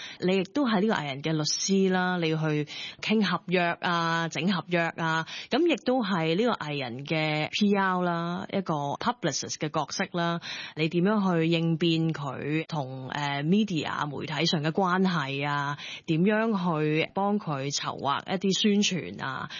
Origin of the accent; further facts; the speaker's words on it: Vancouver, British Columbia, Canada; moved away as an adult; now in Hong Kong; 我在温哥华长大，其实我16岁就机缘巧合入了当地的中文电视台做嘢。